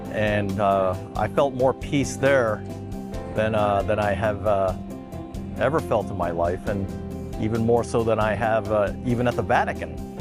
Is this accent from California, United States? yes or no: no; Kansas City, Missouri, United States; I'm from Kansas City, Missouri.